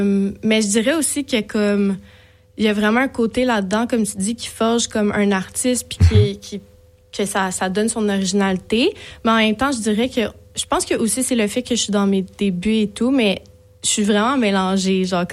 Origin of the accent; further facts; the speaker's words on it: Vaudreuil-Dorion, Quebec, Canada; moved away as an adult; also born or lived in Montreal; now in Pointe-Claire, Canada; J'ai grandi à Vaudreuil. Okay. Genre Vaudreuil-Saint-Lazare, wow, Rigaud. Ouais. Je suis née à Montréal.